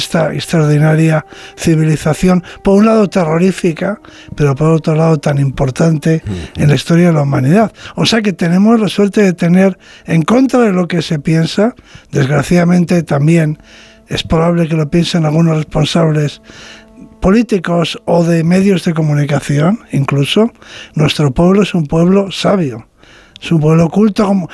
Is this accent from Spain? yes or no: yes; Spain; somos los españoles un pueblo culto, un pueblo muy culto.